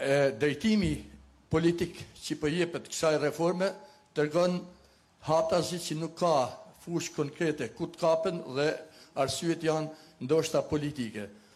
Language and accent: Albanian; Shkodër County, Albania; Gjithë bashkut e bëjmë bashkin e Malësisë Madhe, si që jam unë malësor i kësaj bashkije.